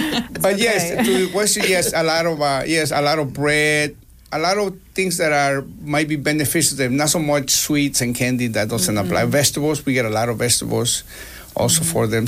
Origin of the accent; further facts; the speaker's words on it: Chicago, Illinois, United States; I grew up in Chicago in the restaurant business.